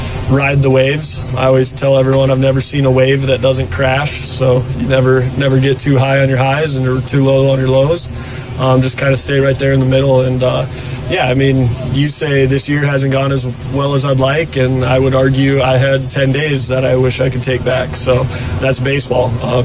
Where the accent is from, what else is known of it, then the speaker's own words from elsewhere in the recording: Midwest, United States; I grew up in the Midwest heat